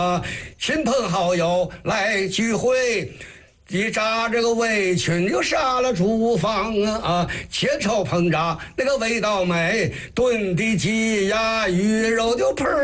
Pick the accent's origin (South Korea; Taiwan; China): China; Qiqihar, Heilongjiang; 天津人不知道我是齐齐哈尔人，